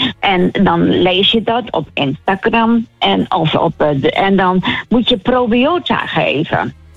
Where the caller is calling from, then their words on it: Hoogkerk, Groningen, Netherlands; In Hoogkerk.